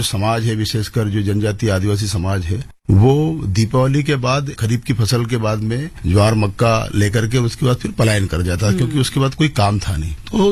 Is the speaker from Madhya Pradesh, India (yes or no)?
yes; Madhya Pradesh, India; मैं एक ग्रामीण क्षेत्र का निवासी हूँ, मेरे जन्म जो है वो राजगढ़ जिले के छोटे से गांव में हुआ है